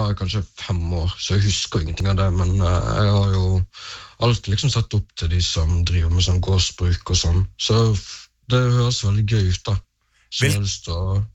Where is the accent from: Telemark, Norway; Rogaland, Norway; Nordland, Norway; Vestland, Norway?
Vestland, Norway; Bergen; now in Oslo, Norway; Dere hører jo sikkert at jeg ikke er fra Oslo, jeg er fra Bergen, men jeg bor i Oslo.